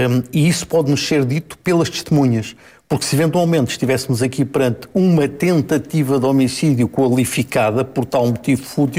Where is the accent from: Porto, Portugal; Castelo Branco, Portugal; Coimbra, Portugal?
Castelo Branco, Portugal; Idanha-a-Nova; diz-se na minha terra, em Danha Nova